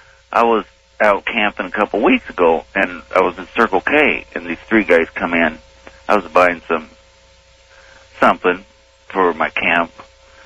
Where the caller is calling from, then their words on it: Phoenix, Arizona, United States; I'm from Phoenix, KFYI.